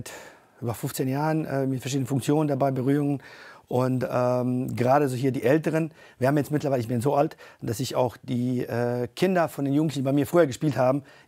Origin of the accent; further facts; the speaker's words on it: Bosnia & Herzegovina; now in Germany; ich komme ursprünglich aus Bosnien.